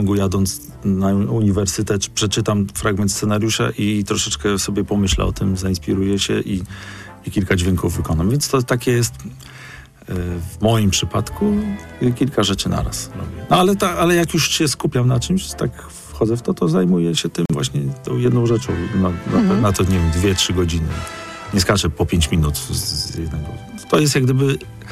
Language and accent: Polish; Warmian-Masurian Voivodeship, Poland; pochodzę z Mazur, pochodzę z Warmii i Mazur, nie? Z małego miasta.